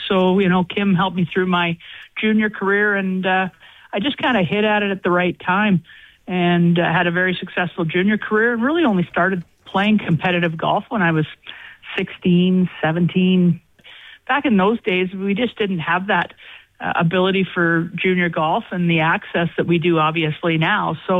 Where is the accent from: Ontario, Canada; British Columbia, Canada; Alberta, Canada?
Alberta, Canada; High River; Yeah, my start came from obviously being born and raised in High River.